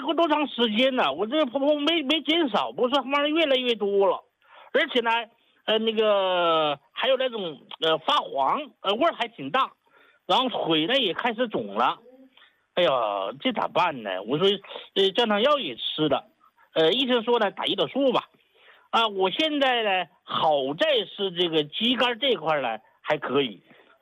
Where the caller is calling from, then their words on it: Chongqing, China; 我是重庆的新患者，张老师。